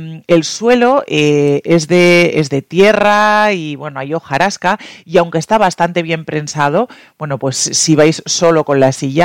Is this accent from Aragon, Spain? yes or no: no; La Rioja, Spain; aun siendo riojanos